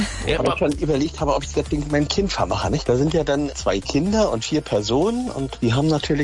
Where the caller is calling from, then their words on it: Werder, Brandenburg, Germany; Hier in Werder, also im märkischen Oderland.